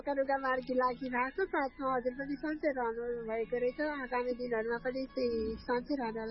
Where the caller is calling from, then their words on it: eastern Nepal, Nepal; moved away; हजुर म दुबईबाट, नेपालको पूर्वतिर घरमै हाल दुबईबाट